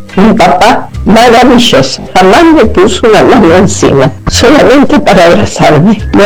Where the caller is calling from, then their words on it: Buenos Aires, Argentina; de San Telmo